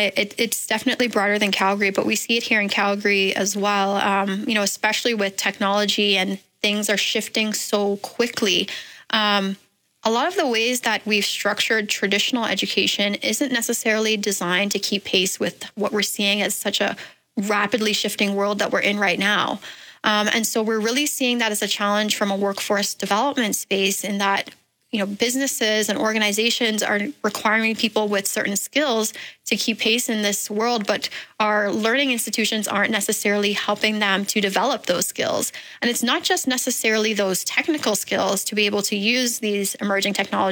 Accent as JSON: {"language": "English", "country": "Bahamas", "tie": "born or raised there", "said": "Born and raised in the Bahamas."}